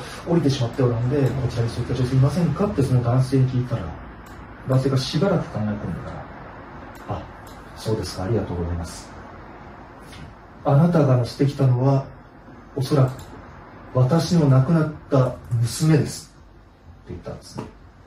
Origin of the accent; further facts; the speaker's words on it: Shizuoka, Japan; 今私静岡の清水の出身だというお話しまして